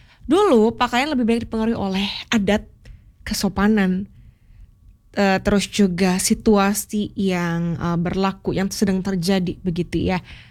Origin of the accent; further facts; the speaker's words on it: Bali, Indonesia; Zuzur, aku sebagai orang Bali sangat approve dengan ala-ala berkain tema